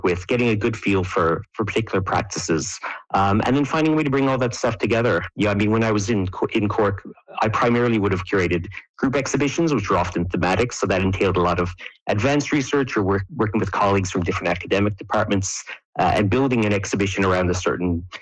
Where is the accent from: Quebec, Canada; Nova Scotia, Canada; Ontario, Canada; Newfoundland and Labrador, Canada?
Newfoundland and Labrador, Canada; St. John's; moved away as an adult; You know, I'm from St. John's originally, of course, and studied in Grenfell in Cornerbrook. And then in 99, I moved away. So, I mean, I still return home because of all my family connections and stuff are all there, of course.